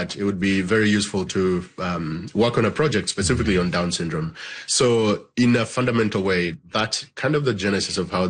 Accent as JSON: {"language": "English", "country": "Uganda", "tie": "born or raised there", "moved": "yes", "lives_now": "Canada", "said": "So I was born and raised in Uganda. I'm a Ugandan Canadian now, and it's very true, that back home in Uganda, we don't have."}